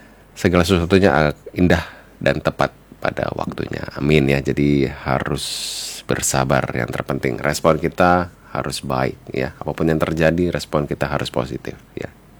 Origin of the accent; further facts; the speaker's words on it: Citeureup, West Java, Indonesia; born there; Dulu aku waktu kecil GPDI juga loh di Citeureup gitu ya, GPDI Citeureup.